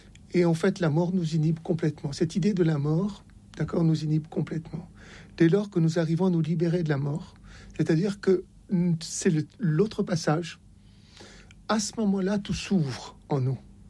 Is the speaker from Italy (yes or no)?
no; Oran, Oran Province, Algeria; moved away; Je suis né à Oran.